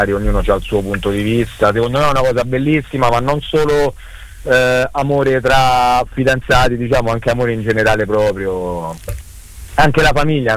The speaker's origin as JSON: {"language": "Italian", "town": "Civita Castellana", "region": "Lazio", "country": "Italy", "said": "Civita Castellana, mi trovo attualmente a Civita Castellana, tra provincia di Viterbo, ma tra Roma e Viterbo, diciamo, metà strada."}